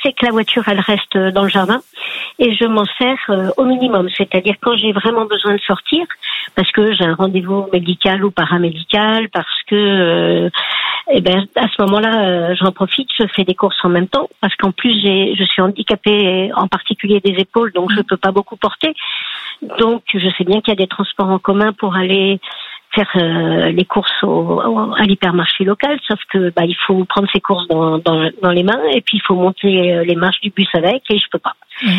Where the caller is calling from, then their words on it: Île-de-France, France; je vous appelle de grande banlieue parisienne.